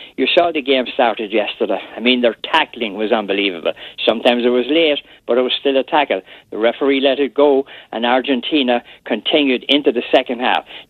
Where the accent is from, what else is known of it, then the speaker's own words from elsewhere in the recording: Ireland; Yeah, I'm Irish.